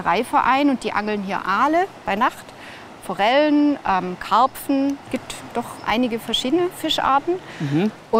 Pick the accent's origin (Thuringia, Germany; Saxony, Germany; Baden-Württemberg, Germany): Baden-Württemberg, Germany; Ja, ich bin hier im Nachbarort groß geworden.